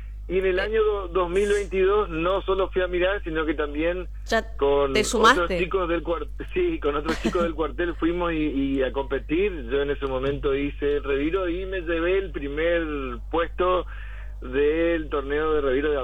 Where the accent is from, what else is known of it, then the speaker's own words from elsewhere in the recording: Puerto Iguazú, Misiones, Argentina; Yo nací acá en Villa Tacuara, así que pegado a lo que es Barrio Obrero.